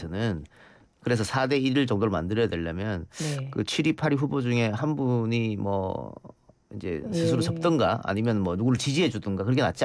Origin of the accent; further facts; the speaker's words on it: Andong, North Gyeongsang, South Korea; 저도 고향이 경북 안동이어서